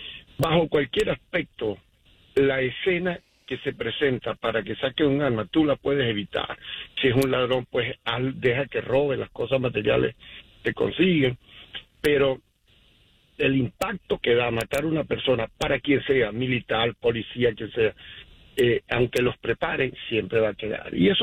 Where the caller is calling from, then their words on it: Utah, United States; No, nos llamo de Utah, ¿no?